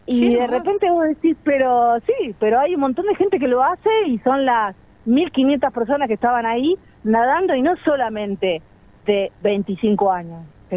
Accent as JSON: {"language": "Spanish", "town": "Mar del Plata", "region": "Buenos Aires Province", "country": "Argentina", "tie": "born or raised there", "moved": "yes", "lives_now": "Bariloche, Argentina", "said": "Soy de Mar del Plata, pero ya te digo que soy patagónica. Ya hace muchos años que vivo acá, me casé acá, tuve mis hijos."}